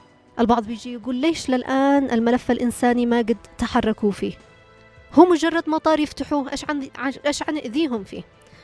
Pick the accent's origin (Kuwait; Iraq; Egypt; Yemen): Yemen; ما نقدر نقول نحن نخرج من اليمن ونبصر لنا أرض ثانية